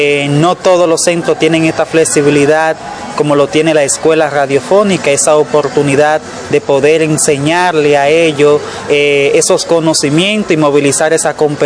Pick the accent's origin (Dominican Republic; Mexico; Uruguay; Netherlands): Dominican Republic; Yaguate, San Cristóbal; Venimos de la comunidad de Semana Santa del municipio de Yaguate, provincia San Cristóbal.